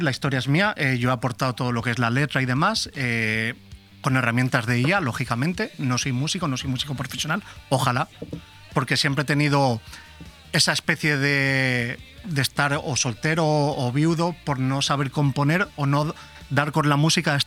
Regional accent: Benidorm, Valencian Community, Spain; now in Valencia, Spain; encantado de estar aquí en Benidorm, en mi tierra

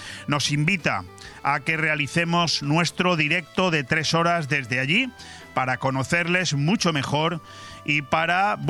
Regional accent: Spain; a pesar de que cada vez somos más los españoles que tenemos trabajo

